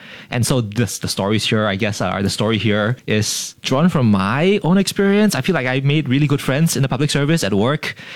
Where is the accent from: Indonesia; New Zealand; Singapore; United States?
Singapore; We're Singaporean